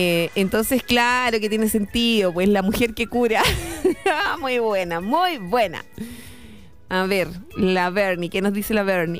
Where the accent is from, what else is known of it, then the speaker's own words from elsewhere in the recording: Coronel, Biobío, Chile; Yo soy de Coronel, vivo en el centro de Coronel